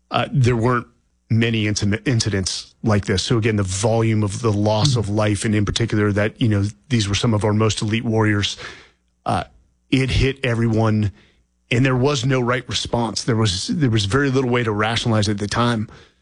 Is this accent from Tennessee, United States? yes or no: no; California, United States; I grew up in the Bay Area.